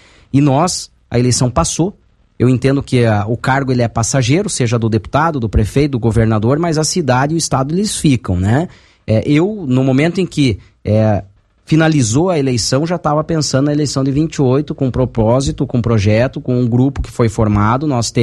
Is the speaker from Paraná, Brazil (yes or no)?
yes; Pato Branco, Paraná, Brazil; É minha casa, é meu chão, é minha terra